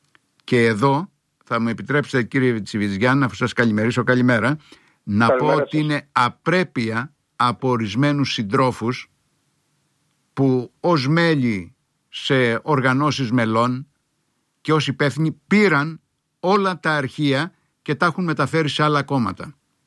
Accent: Epirus, Greece; Τότε είχανε δωμάτια και κουζινάκι στα σχολεία για το δάσκαλο, ορεινή άρτα. Μαρία, προχθές που ανέβηκα στο χωριό μου για ένα μνημόσυνο συγγενούν

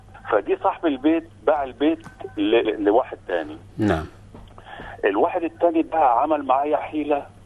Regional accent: Upper Egypt, Egypt; لأن أنا من الصعيد وبديله الإيجار، إحنا ثلاثة في البيت

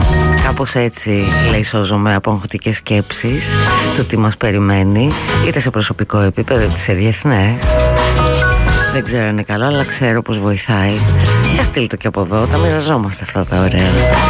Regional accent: Thymari, Attica, Greece; Εκεί στο χωριό μου. Στο Θυμάρι, δίπλα στην Παλαιά Φώκια, έχει ένα ξενοδοχείο

